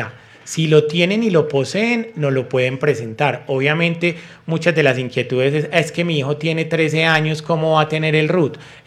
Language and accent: Spanish; Antioquia, Colombia; como buen paisa casi siempre dejamos todo para lo último.